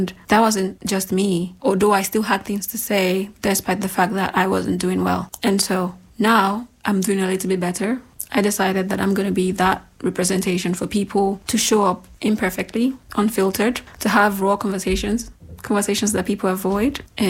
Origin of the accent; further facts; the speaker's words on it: Nigeria; Now let's talk a little bit about my background. I'm from Nigeria, if you could not guess